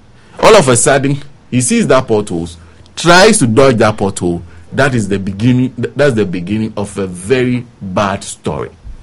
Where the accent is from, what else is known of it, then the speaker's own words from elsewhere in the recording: Sogakope, Volta, Ghana; you are coming from my hometown of Sogakope.